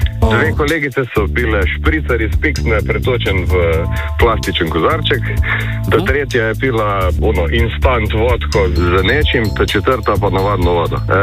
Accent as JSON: {"language": "Slovenian", "region": "Southeast Slovenia", "country": "Slovenia", "said": "jaz sem v osnovi iz Dolenjske, zdaj sem naturaliziran Štajerc"}